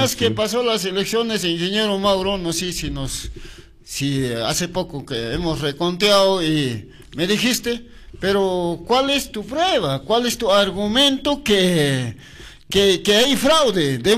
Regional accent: Peru; como nacionalista que somos, que como peruano que hemos nacido.

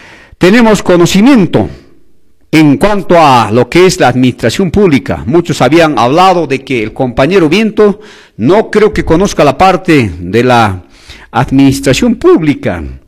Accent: Velille, Cusco, Peru; moved away as an adult; also born or lived in Arequipa; now in Santo Tomás, Peru; Soy de Belille, soy de Chumbivilcas, y en Santoto ya he vivido 25 años de vida.

